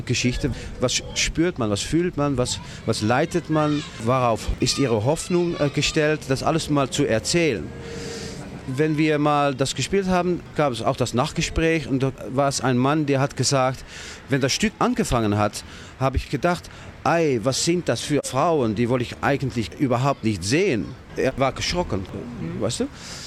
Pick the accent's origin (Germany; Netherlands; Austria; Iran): Netherlands; Wir sind Holländer.